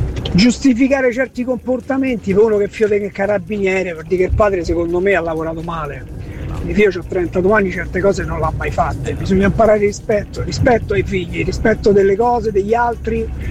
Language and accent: Italian; Rome, Lazio, Italy; tu vieni da Centocelle come io vengo da Centocelle. Nella mia infanzia ho visto gente morire d'overdose